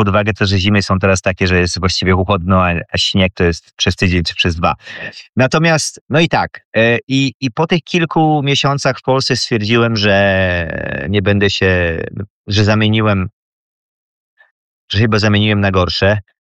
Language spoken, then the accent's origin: Polish; Pcim, Lesser Poland, Poland; moved away as an adult; also born or lived in Thailand; Ja jestem z południa, z mojej miejscowości, z Pcimia, z mojego pięknego Pcimia, który znajduje się między Zakopanem a Krakowem.